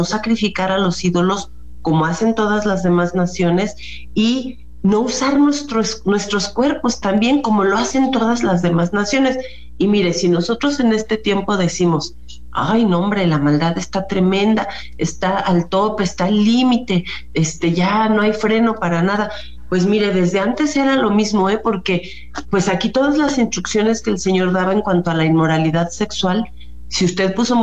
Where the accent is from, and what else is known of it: Mexico